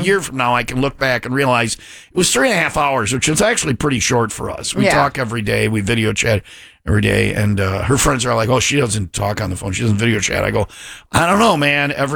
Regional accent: Burlington, United States; I grew up in Burlington.

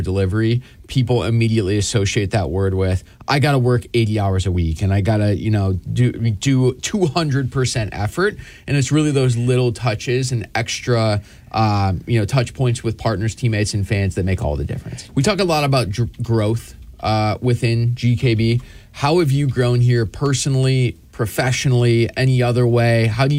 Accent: New York, United States; because I grew up in Western New York.

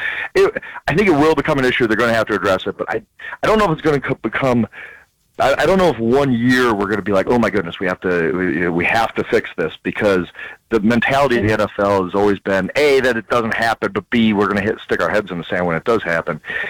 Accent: Wisconsin, United States; I grew up in Wisconsin

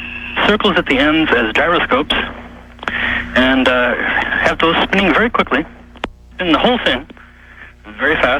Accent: Minnesota, United States; Oh, actually, I'm originally from Minnesota.

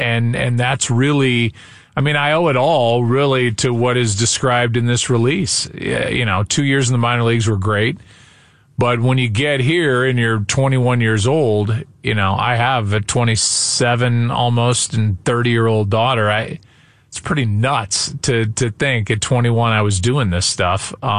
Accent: St. Louis, Missouri, United States; I'm going to be calling my hometown team in the World Series

